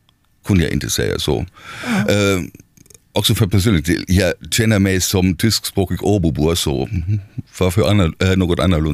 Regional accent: western Germany, Germany; Swedish is a second language; now in Finland; I västra Tyskland, där jag kommer ifrån

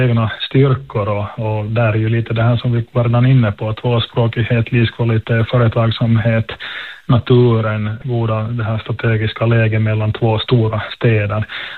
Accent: Kokkola, Central Ostrobothnia, Finland; now in Helsinki, Finland; jag är ju inte från Raseborg, jag är från Österbotten, hemma själv från Karleby och bor i Helsingfors.

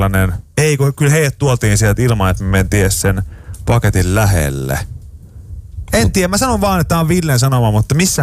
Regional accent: Pori, Satakunta, Finland; moved away; olemme satakuntalaiset

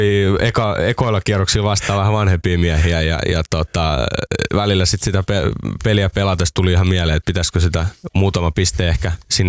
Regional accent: Porvoo, Uusimaa, Finland; kaikki mulla on Helsingissä, mä tuun Porvoosta siis mä oon Porvoosta, niin kaikki on Helsingissä.

